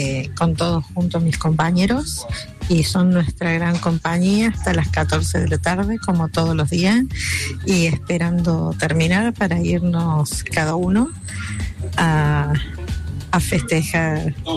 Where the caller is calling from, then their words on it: Córdoba, Argentina; los escucho desde Avenida Cordillera.